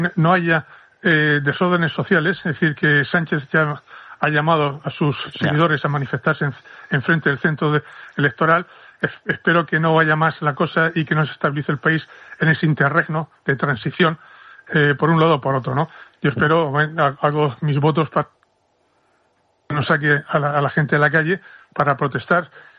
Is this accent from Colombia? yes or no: no; Spain; a ti y a mí que somos españoles